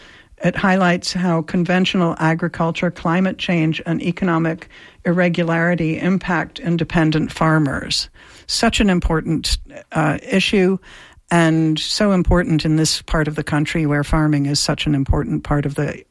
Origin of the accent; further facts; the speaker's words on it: New York, United States; now in Central Florida, United States; I'm a New Yorker, too.